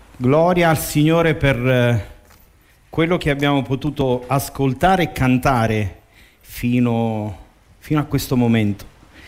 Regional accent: Monte San Giacomo, Campania, Italy; sono di Monte San Giacomo

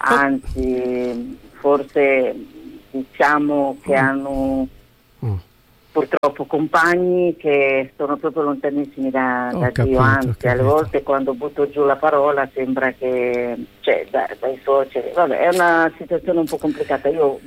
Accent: DR Congo; Italian is a second language; now in Pesaro, Italy; Sì, sono della Repubblica Democratica del Congo, del Sud, diciamo. Sono dall'88, adesso quanti anni sono che sono qui, non lo so, quasi 40 anni.

